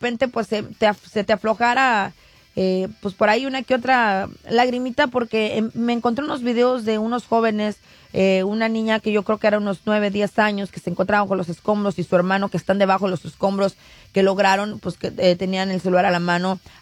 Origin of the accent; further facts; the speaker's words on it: San Diego, California, United States; moved away; como yo vengo de San Diego también